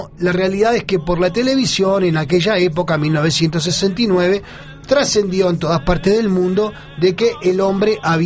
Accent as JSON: {"language": "Spanish", "country": "Argentina", "said": "es la sexta final que me toca vivir como ciudadano argentino de la selección argentina"}